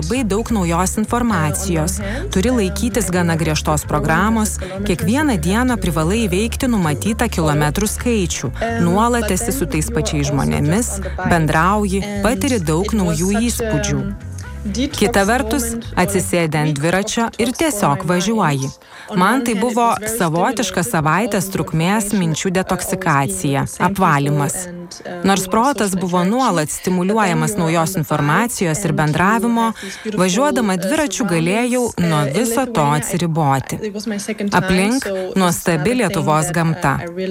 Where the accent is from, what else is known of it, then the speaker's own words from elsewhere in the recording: Germany; Lithuanian is a second language; nei dėl to, kad esu vokietė.